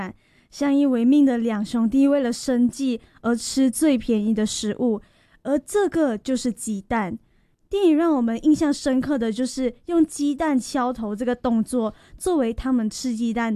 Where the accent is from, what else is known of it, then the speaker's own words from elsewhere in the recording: Malaysia; 身为马来西亚人